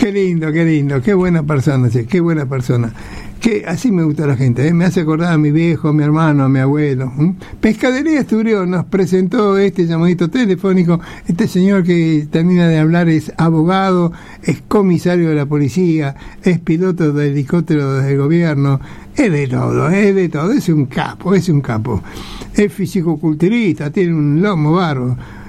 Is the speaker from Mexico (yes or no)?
no; Buenos Aires, Argentina; yo me crié en Pompeya Soldati, ¿no? Y enfrente de mi casa estaba el remate Gripo